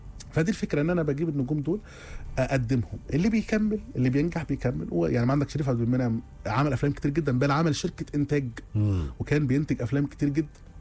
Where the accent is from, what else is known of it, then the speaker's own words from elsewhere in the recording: Egypt; ولا عشان احنا مصريين يعني